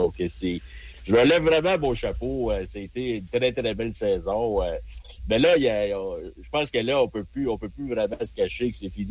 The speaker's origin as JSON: {"language": "French", "country": "Canada", "said": "mais ça reste que moi, en tant que Canadien, je m'en fous un peu."}